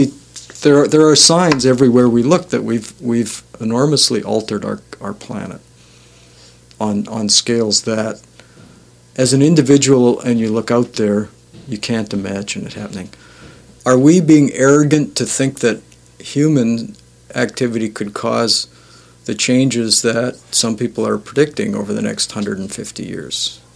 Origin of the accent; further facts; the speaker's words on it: Calgary, Alberta, Canada; I grew up in Calgary, Alberta, and so in the late 60s, I worked for Imperial Oil for 2 summers.